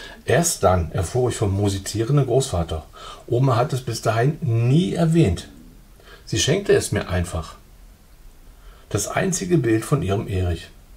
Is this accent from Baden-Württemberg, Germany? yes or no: no; Magdeburg, Saxony-Anhalt, Germany; Es heißt »Vom steinigen Weg – Lebensskizzen eines Magdeburgers«. Ich schreibe von meiner Kindheit in der DDR.